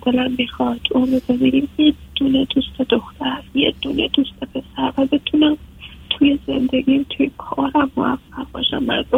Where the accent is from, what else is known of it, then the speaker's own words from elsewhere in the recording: Iran; now in Canada; خب وقتی که از ایران اومدم.